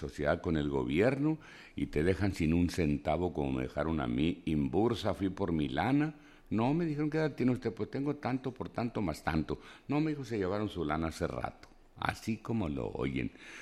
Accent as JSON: {"language": "Spanish", "town": "Choix", "region": "Sinaloa", "country": "Mexico", "said": "A la gente acá de Choy, de mi pueblo Choy, saludos."}